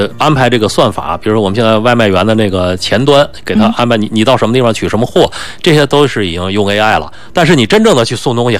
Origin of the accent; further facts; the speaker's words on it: China; 我们中国